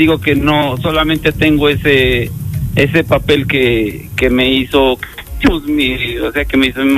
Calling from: San José Chiapa, Puebla, Mexico; soy de San José Chiapa.

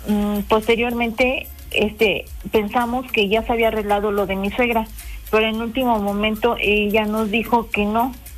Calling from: Puebla, Mexico; hablo de Puebla, de la colonia Balcones del Sur.

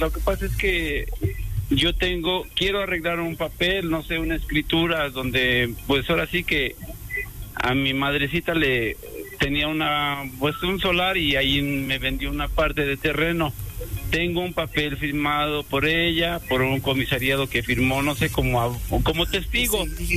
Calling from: San Juan, Puebla, Mexico; yo soy de San Juan.

